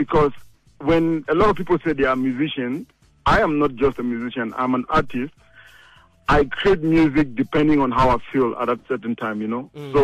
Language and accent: English; Cameroon; moved away; I'm from Cameroon